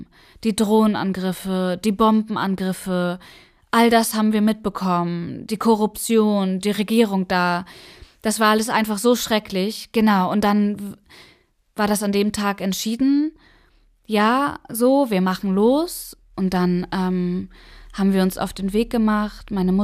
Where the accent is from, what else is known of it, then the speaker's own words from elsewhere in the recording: Afghanistan; German is a second language; moved away; Ich bin in Afghanistan geboren, 2004. Ich bin in einer Arbeiterfamilie aufgewachsen und hatte zum Glück die Möglichkeit, zur Schule zu gehen.